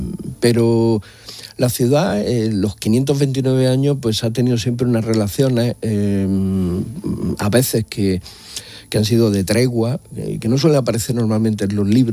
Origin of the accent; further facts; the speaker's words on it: Spain; el peso de la población, que aplastantemente, evidentemente, quiere que se sienten españoles y somos españoles.